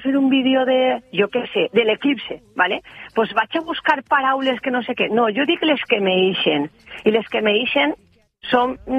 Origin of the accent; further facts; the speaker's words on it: Albal, Valencian Community, Spain; Com ja sabeu, jo soc d'Albal, de l'Horta Sud de València, i bueno, pues és una paraula que allí no gastem.